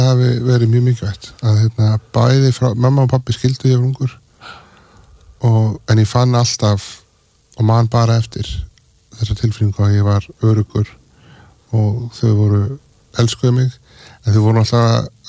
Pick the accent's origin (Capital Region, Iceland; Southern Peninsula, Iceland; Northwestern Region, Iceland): Capital Region, Iceland; Reykjavík; Ég man eftir að ég ólst upp á Norðurstíg sem er svona lítil gata í vestur miðbænum.